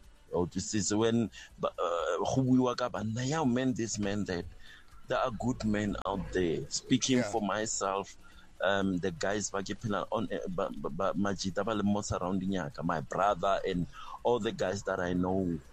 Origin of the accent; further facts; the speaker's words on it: Mamelodi, Gauteng, South Africa; from Mamelodi, CAF champion, intercontinental champion, presently MTN champion.